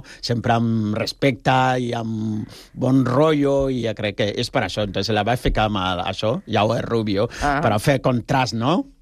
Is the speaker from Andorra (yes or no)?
no; Ghana; born or raised there; moved away